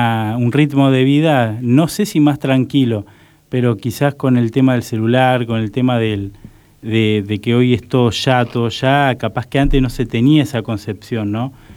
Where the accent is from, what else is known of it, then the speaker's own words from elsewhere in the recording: Argentina; Soy argentino.